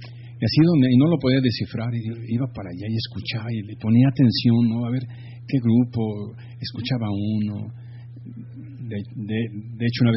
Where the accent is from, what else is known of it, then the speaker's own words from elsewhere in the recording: Mexico; ¿por qué nos escuchamos diferente los mexicanos a los gringos